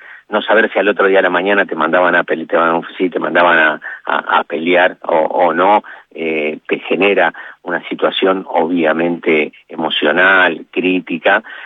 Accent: Argentina

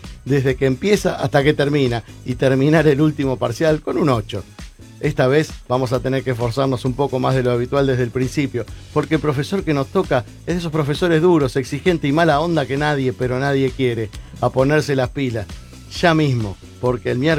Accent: Argentina; somos argentinos

